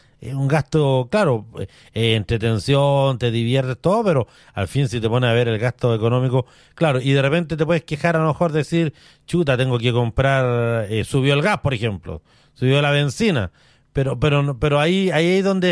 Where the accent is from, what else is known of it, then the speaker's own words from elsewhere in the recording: Chile; hablamos los chilenos nosotros